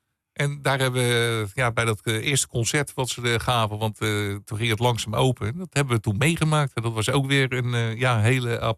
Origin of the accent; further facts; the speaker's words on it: Netherlands; ik ben Nederlander natuurlijk.